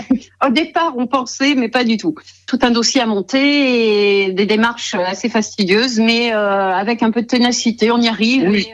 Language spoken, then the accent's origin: French; Nouvelle-Aquitaine, France; moved away; also born or lived in Haute-Vienne; On est originaires tous les deux de la Creuse. Nous sommes partis quelques années en Haute-Vienne et on a décidé de revenir aux sources. Donc, de bons creusois reviennent en Creuse.